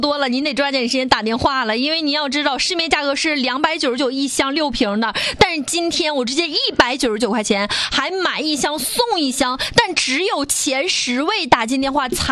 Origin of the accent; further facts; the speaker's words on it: Northeast China, China; 您选择纯粮食酒绝对是我们东北人包括我们中国人都是认的